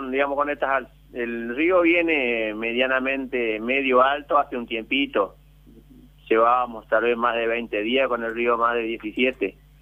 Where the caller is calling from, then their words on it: Argentina; Sobre las costas del San Lorenzo, en la línea física, más o menos a la mitad entre lo que es Rincón de Nuevo Ya y Villa Constitución, más o menos ahí.